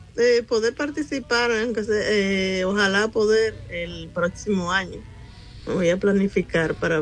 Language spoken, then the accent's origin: Spanish; Dominican Republic; Así somos los circulistas dominicanos.